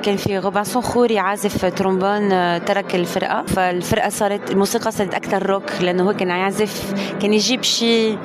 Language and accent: Arabic; Syria; also born or lived in France; أنا كفرنسية وسورية ما في كتير أوقات ما كان أعرف من وين أنا، يعني إذا أنا سورية أو فرنسية